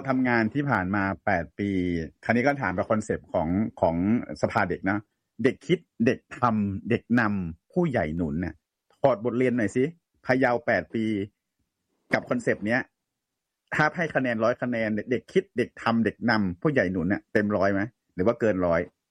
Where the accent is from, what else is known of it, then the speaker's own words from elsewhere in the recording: Phayao, Thailand; now in Bangkok, Thailand; เป็นคนพะเยานะสมัยโน้นเนี่ย